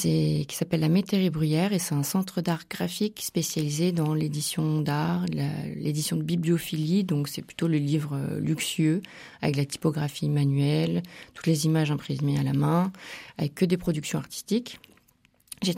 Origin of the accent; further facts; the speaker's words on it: Bourgogne-Franche-Comté, France; Alors moi je ne suis pas du tout charentaise, je viens de Bourgogne, où c'est plutôt la gastronomie qui est mise en avant